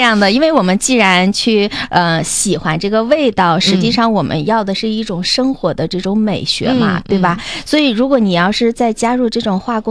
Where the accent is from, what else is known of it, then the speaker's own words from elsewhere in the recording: Northeast China, China; 我是对我们东北的这个柏树啊，那个侧柏是比较感兴趣的。因为这个在我家乡的时候也会有这种香材